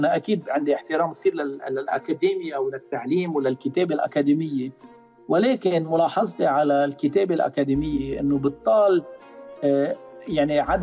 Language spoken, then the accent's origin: Arabic; Lebanon; نحن لبنانيين وحدودنا معروفة